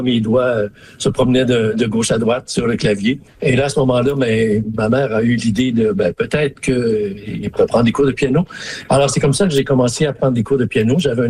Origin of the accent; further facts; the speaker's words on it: Smooth Rock Falls, Ontario, Canada; J'ai des très bons souvenirs de ma présence, de mon enfance dans le Nord. Et oui, ce pont-là, c'est un pont emblématique. Le pont à Smoothwork Falls, il y en a pas plusieurs comme ça en Ontario ou au Canada.